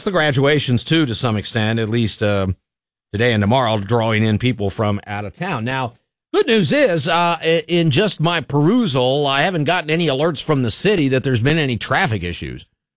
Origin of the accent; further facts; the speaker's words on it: Fairfield, Ohio, United States; Read about a kid in my hometown of Fairfield, Ohio, that has not eaten lunch in the cafeteria.